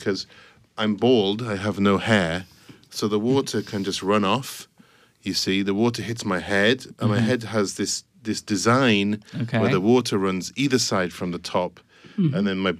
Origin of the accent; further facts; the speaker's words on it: England, United Kingdom; I'm English